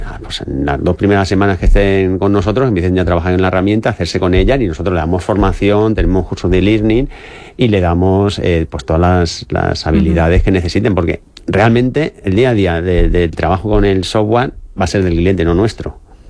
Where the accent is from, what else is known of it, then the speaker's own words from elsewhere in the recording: Aspe, Valencian Community, Spain; Estamos en ASPE porque somos de allí, somos de ASPE